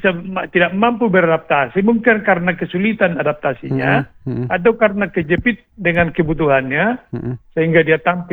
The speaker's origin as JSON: {"language": "Indonesian", "region": "North Sumatra", "country": "Indonesia", "said": "Tapi kita itu sebenarnya orang Batak itu, semua orang anak raja."}